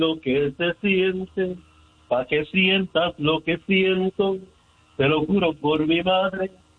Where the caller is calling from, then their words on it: Glendale, United States; De acá de Glendale